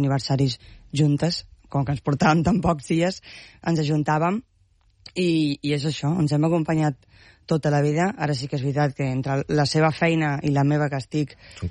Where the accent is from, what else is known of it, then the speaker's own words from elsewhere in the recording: Montgat, Catalonia, Spain; moved away as an adult; now in Barcelona, Spain; Visc aquí, a Barcelona. Soc de Montgat. Mm. Però visc a Barcelona, davant del Mercat de Sant Antoni